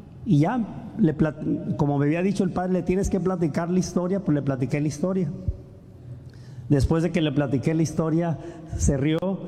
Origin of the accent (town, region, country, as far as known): Tijuana, Baja California, Mexico